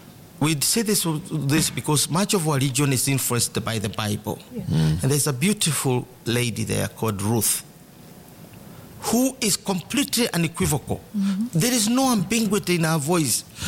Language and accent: English; Murang'a County, Kenya; those of us who come from Muranga.